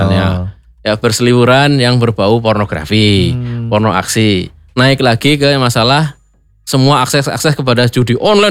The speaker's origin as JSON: {"language": "Indonesian", "region": "Java", "country": "Indonesia", "said": "kalau kita orang Jawa mengatakan"}